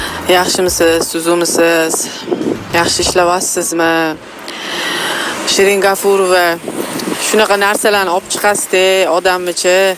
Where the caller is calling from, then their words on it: Tashkent, Uzbekistan; Yunusoboddan